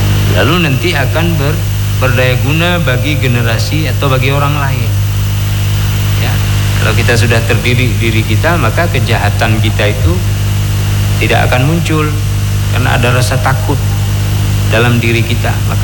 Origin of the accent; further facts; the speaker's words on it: Aceh, Indonesia; bahasa kita orang Aceh memang palak kita